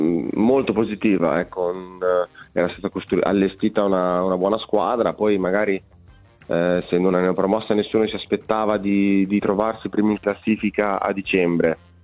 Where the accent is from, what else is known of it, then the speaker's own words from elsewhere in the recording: Ravenna, Emilia-Romagna, Italy; perché alla fine io sono di Ravenna, quindi sono sempre a stretto contatto